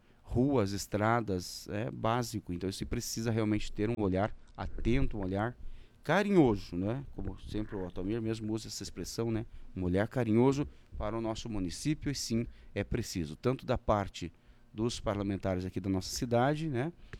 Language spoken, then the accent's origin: Portuguese; Brazil; Afinal, a gente é brasileiro, hein?